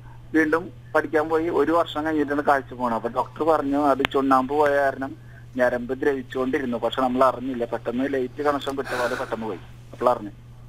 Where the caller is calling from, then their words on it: Thrissur, Kerala, India; ശങ്കരകണ്ഠമ്പലം.